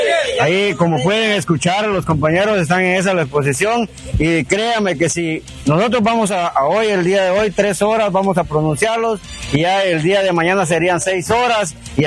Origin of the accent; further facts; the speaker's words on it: Petén, Guatemala; nosotros los peteneros tenemos una fortuna aquí en Petén